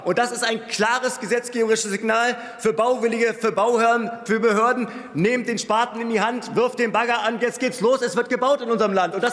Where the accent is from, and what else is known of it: Berlin, Germany; born or raised there